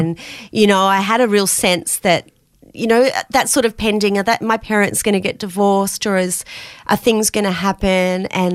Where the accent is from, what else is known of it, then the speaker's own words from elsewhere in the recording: Romsey, Victoria, Australia; And I grew up in Romsey, which is about an hour out of Melbourne in rural. It was beautiful.